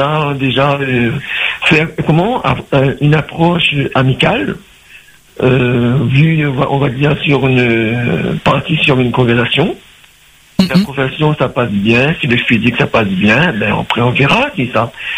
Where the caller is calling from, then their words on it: Saint-Denis, Réunion; je suis de Saint-Denis.